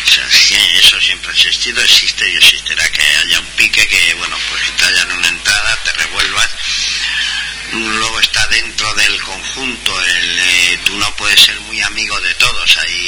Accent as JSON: {"language": "Spanish", "region": "Community of Madrid", "country": "Spain", "said": "nosotros también somos madrileños"}